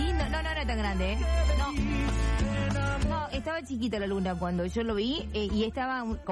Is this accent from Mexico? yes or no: no; Juan Bautista Alberdi, Tucumán, Argentina; Yo soy de Tucumán. Va a ser el único acá en el norte. … de Alberdi, Tucumán.